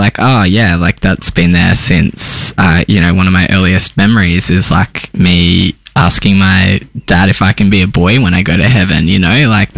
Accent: Tamworth, New South Wales, Australia; born or raised there; moved away as an adult; also born or lived in Sydney; now in Melbourne, Australia

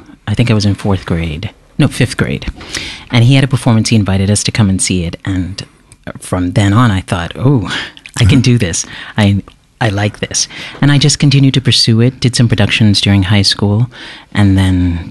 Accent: Bahamas; I'm from the Bahamas, born and raised, and I studied outside the Bahamas

